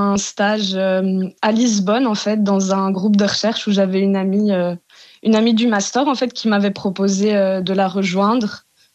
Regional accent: Namur, Wallonia, Belgium; moved away as an adult; now in Azores, Portugal; je viens de Namur.

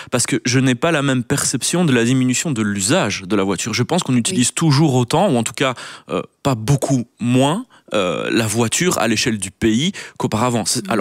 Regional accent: Belgium; chez nous en Belgique

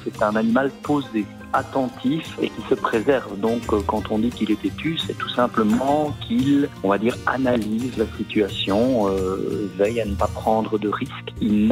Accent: Grand Est, France; now in Sautour, France; je suis originaire de l'Aube. Ça fait plus de 30 ans maintenant que je suis installé à Sautour, mais au départ, donc, je viens d'Huisneau.

